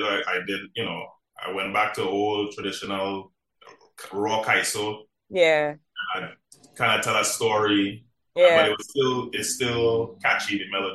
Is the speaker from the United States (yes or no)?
no; Marbella, Andalusia, Spain; But growing up in Marbella, I wasn't really into the music like that. I was just, you know, just a normal kid, just running around playing football.